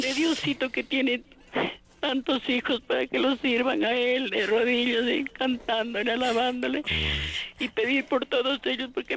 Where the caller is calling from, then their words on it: Piñas, El Oro, Ecuador; Yo estoy llamando, dice, de la provincia de León, del Cantón Piñas.